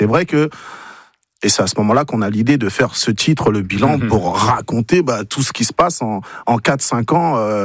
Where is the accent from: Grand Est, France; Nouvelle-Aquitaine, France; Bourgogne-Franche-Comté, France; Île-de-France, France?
Île-de-France, France; Garges-lès-Gonesse; Nous, on a grandi à Gare Charcel, banlieue parisienne, dans le 95.